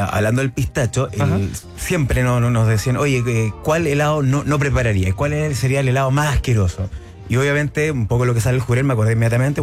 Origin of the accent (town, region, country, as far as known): Chile